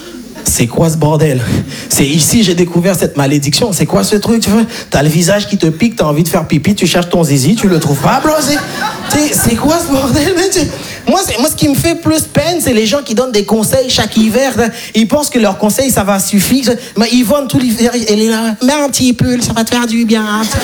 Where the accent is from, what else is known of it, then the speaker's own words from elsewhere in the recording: Haiti; moved away as an adult; now in Paris, France; je suis né et grandi en Haïti